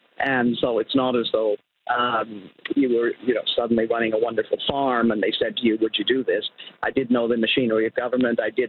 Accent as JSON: {"language": "English", "town": "Ottawa", "region": "Ontario", "country": "Canada", "tie": "born or raised there", "said": "I grew up in Ottawa"}